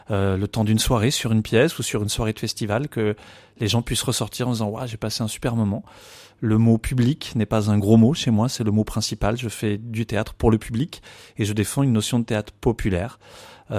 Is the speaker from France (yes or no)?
yes; Pays de la Loire, France; Je voulais revenir chez moi en Vendée après être parti en école nationale quand j'avais 18 ans. J'ai aujourd'hui 46 ans, bientôt 47.